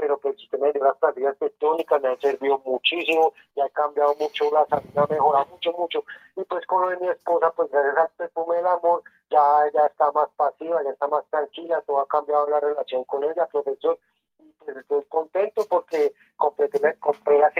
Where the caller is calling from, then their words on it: Paz del Río, Boyacá, Colombia; me llamo en Paz del Río Boyacá